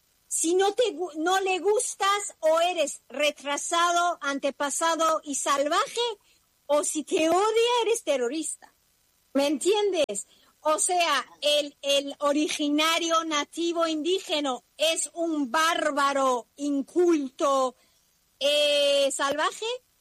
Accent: Iran

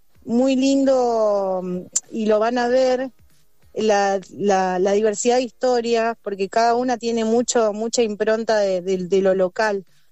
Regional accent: Buenos Aires, Argentina; born there; now in Colón, Argentina; yo nací en Buenos Aires, soy hija de colonenses y hace 8 años estoy viviendo acá en Colón, así que yo digo que soy porterriana ya, más que nada porque pasé mi niñez también compartiendo los veranos con mis abuelos

